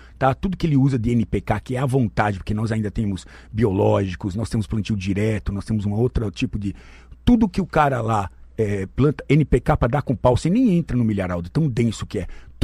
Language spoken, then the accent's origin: Portuguese; Brazil; born there; Eu sou filho de imigrantes. Meu pai alemão, minha mãe italiana. Os dois vieram da Europa num navio, se conheceram no navio, e eu devo ter sido produzido lá nesse frete, e nasci aqui no Brasil, primeira geração.